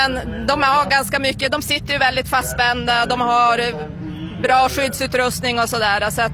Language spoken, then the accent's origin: Swedish; Arvidsjaur, Norrbotten County, Sweden; Vi kommer från Moskos eller i Arvidsjaur kommun.